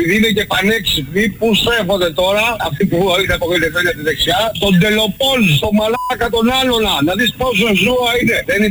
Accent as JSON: {"language": "Greek", "region": "Northern Greece", "country": "Greece", "said": "Λοιπόν, είμαι Βορειοελλαδίτης και θα ήθελα να πω κάτι για τους βλάκες πατριώτες μου, τους Βορειοελλαδίτες"}